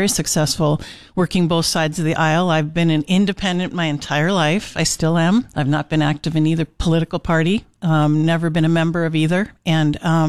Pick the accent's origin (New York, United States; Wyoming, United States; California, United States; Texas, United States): California, United States; Norton Air Force Base; born there; I was born on Norton Air Force Base in California.